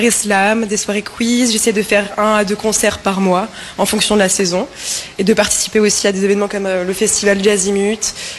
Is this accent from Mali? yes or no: no; Saint-Nazaire, Pays de la Loire, France; Je suis originaire de Saint-Nazaire.